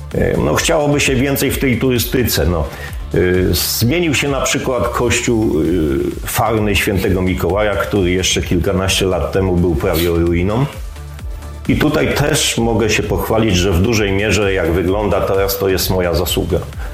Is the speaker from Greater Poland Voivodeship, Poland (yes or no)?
no; Mogilno, Kuyavian-Pomeranian Voivodeship, Poland; born there; now in Inowrocław, Poland; Urodziłem się w Mogilnie, czyli no to niedaleko, Żabi Skok, ale od 1988 roku przeprowadziłem się do Inowrocławia, tutaj się ożeniłem, tutaj zamieszkałem, stworzyłem rodzinę.